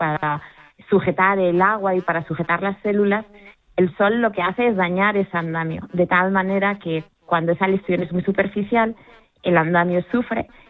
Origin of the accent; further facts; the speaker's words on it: Spain; Pues mira, lo que pasa es que somos españoles, entonces la mañana pues empieza tarde para nosotros